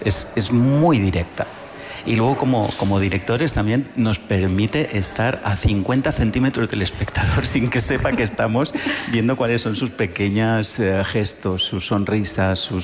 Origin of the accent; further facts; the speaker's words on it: Balearic Islands, Spain; Yo soy de Mallorca y el proyecto tiene una pierna en Mallorca y la otra está aquí en Madrid.